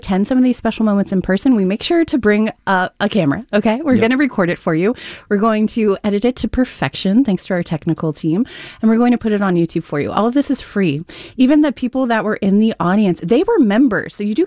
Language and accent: English; the South, United States; accent: Southern drawl; now in Minnesota, United States; Zach mentioned, you know, about an hour ago that I'm not from Minnesota. And when my Southern drawl comes out, you can really tell. But, you know, I've been here a year and a half.